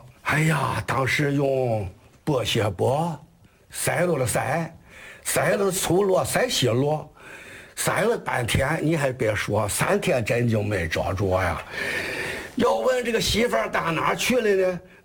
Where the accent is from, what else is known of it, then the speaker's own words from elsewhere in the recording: Qiqihar, Heilongjiang, China; 这么说，我到天津去吧，天津人不知道我是齐齐哈尔人